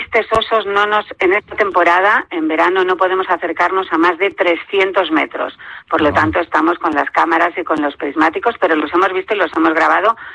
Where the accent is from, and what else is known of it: Spain